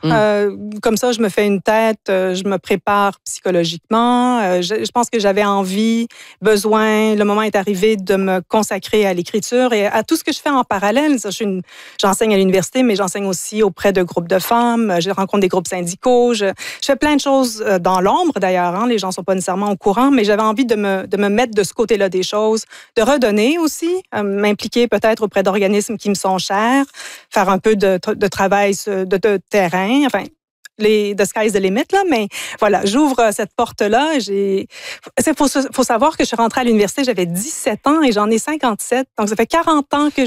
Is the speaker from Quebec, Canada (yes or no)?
no; Ontario, Canada; first language English; moved away; also born or lived in United States / England; Moi, je suis franco-ontarienne au départ, donc j'ai grandi dans l'univers anglophone. Mm-hmm. J'ai vécu aux États-Unis, en Angleterre. Donc, l'anglais, c'est un peu ma langue maternelle d'une bizarre de façon.